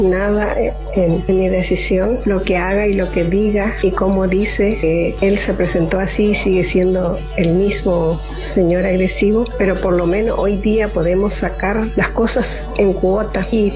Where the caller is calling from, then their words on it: Resistencia, Chaco, Argentina; de Residencia